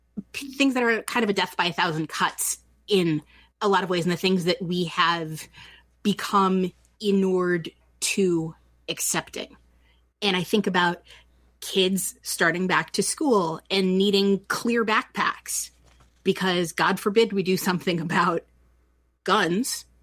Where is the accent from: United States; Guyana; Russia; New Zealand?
United States; Midwest; I grew up in the Midwest. We had tornado drills because that was a possibility.